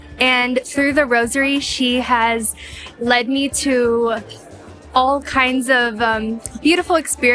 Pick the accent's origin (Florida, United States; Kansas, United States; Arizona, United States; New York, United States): Florida, United States; Miami; moved away; I'm originally from Miami, Florida.